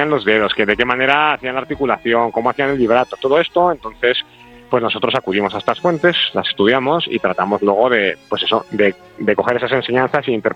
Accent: Bilbao, Basque Country, Spain; como soy de Bilbao y Arriaga en Bilbao siempre ha sido la figura así más llamativa musical

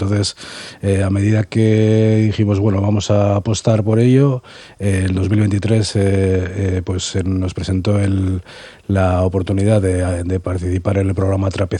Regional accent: Valle de Trápaga-Trapagaran, Basque Country, Spain; nuestra sede es en Trápaga, porque nosotros somos todo, la mayoría somos de Trápaga.

